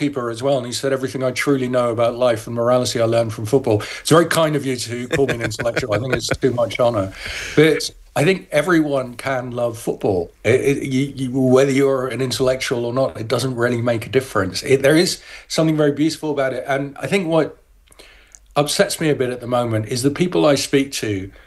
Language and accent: English; Netherlands; also born or lived in London, United Kingdom; Well, I'd moved from London to a small Dutch town age 6 because of my dad's job. So I grew up mostly in the Netherlands, did most of my school there.